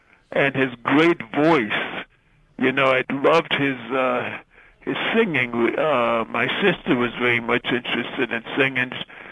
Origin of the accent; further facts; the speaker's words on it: New York City, New York, United States; I was born in Harlem